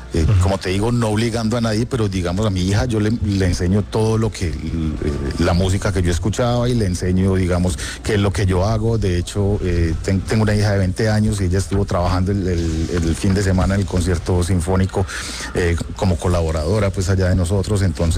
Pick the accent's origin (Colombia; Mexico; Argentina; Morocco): Colombia; Medellín, Antioquia; yo que soy de Medellín y crecí en Medellín en los 80s y 90s